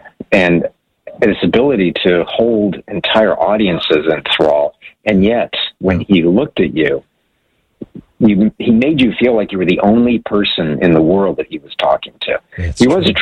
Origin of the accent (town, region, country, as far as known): Hawaii, United States; born or raised there; also born or lived in Germany